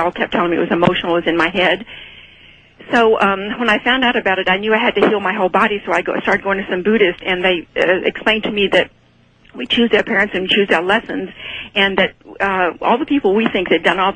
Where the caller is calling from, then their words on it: Honolulu, Hawaii, United States; I'm calling from Honolulu, Hawaii.